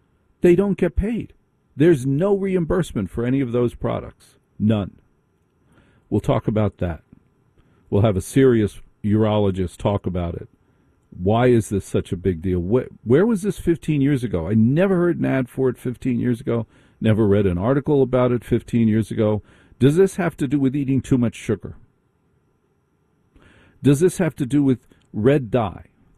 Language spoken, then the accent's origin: English; New Jersey, United States; I grew up in Jersey. How do we communicate in Jersey? Hey, yo, hey, get out. That's how we communicate in Jersey.